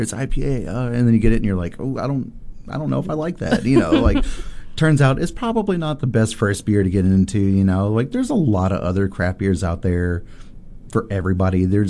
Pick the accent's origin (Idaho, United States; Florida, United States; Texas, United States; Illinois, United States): Illinois, United States; moved away as an adult; Yeah, so I'm from Southern Illinois. Moved down here whenever I was 19 years old, which was like 2002.